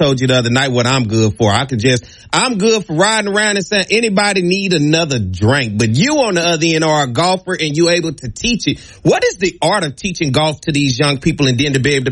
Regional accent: Pine Bluff, Arkansas, United States; I'm an Arkansas guy.

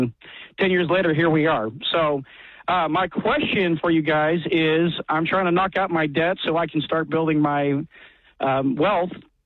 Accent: St. Louis, Missouri, United States; I'm from St. Louis, man.

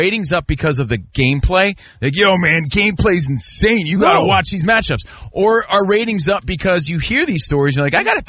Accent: Union, New Jersey, United States; I grew up in Union.

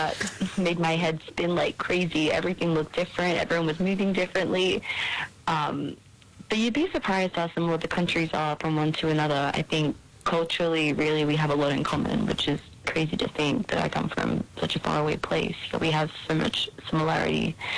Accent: Australia; now in Nashville, United States; I'm from Australia, but living in Nashville now.

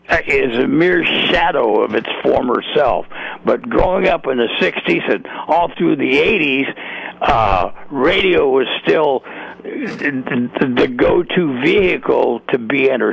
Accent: San Luis Obispo, California, United States; Oh yeah. I mean, growing up in San Luis Obispo, I was a cruiser from 62 to 64.

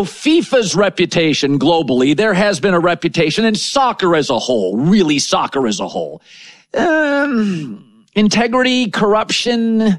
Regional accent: United States; I know I'm an American.

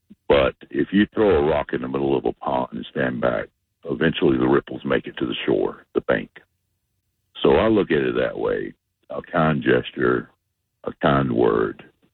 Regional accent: North Carolina, United States; now in New Jersey, United States; I'm actually from North Carolina, and I did the dumb thing and moved to Jersey.

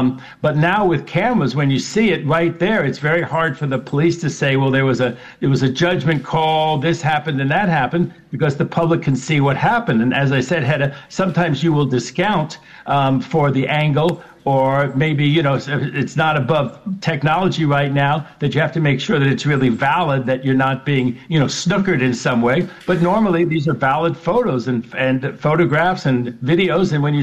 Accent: New York, United States; Well, I'm a native New Yorker. I grew up on West 72nd Street.

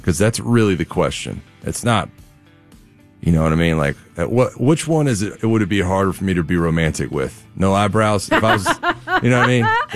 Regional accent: Florida, United States; now in Georgia, United States; Well, it's shockingly, I'm from Florida. I'm from the Panhandle

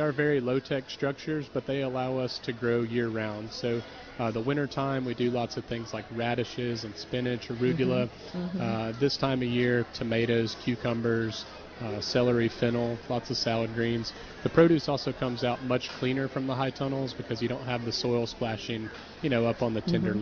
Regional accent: Mississippi, United States; bringing an organic farm back to my hometown

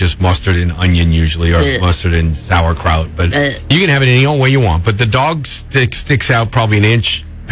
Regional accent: Anaheim, California, United States; born there; moved away; also born or lived in East Coast; I was born in Anaheim. I spent a lot of time back east.

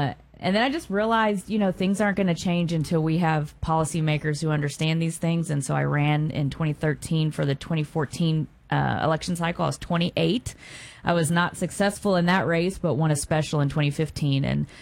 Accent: Lawton, Oklahoma, United States; also born or lived in Lincoln, Nebraska; I'm from Southwest Oklahoma. I was raised in Lawton. My dad was in the military. He served 22 years in the Army, served in Vietnam. So the military is what brought my family to Oklahoma. Graduated from Eisenhower High School in 2004.

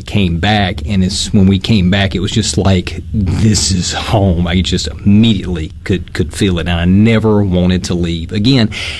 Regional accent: Mississippi, United States; Like, I literally have no desire to be anywhere else other than Mississippi. I love the place. I love my hometown, even though it's not really a town.

